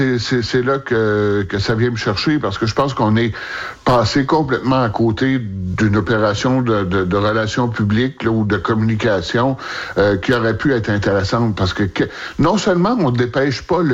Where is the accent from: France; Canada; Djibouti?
Canada; Trois-Rivières, Quebec; Moi aussi, je suis natif de Trois-Rivières.